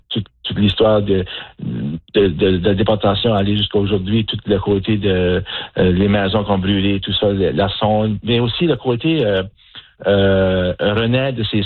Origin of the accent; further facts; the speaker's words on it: Acadia, Canada; mais je suis acadien, je suis père de famille